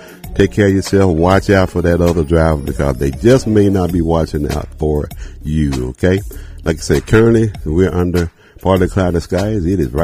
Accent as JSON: {"language": "English", "town": "Jackson", "region": "Mississippi", "country": "United States", "tie": "born or raised there", "moved": "yes", "lives_now": "Huntsville, United States", "said": "from my hometown, Jackson State University Tigers."}